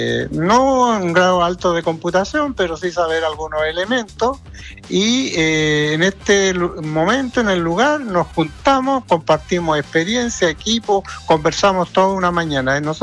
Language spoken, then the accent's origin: Spanish; Valparaíso, Chile; Así somos los porteños.